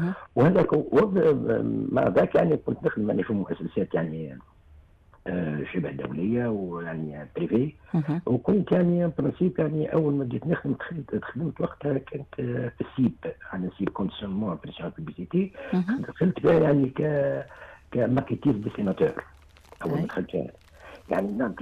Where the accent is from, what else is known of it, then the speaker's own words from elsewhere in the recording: El Kef, Kef Governorate, Tunisia; moved away; أنا تمسكت نفسي، أنا والله ما اعتبر نفسي كافي، واليوم وغدا بعد غدا ما بعدت على جهة لمحالة لظروف تعامل إلى آخره، وديما نبقى جوهر الكافية وما بدلش لهجتي لا طبيعتي